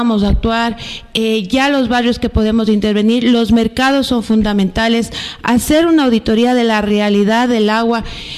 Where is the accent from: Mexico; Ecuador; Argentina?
Ecuador; Ambato, Tungurahua; todos quienes somos la gente de Ambato